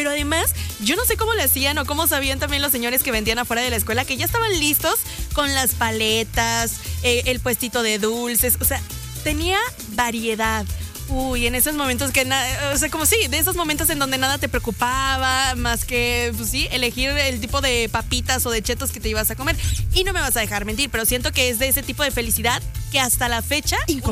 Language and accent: Spanish; Mexico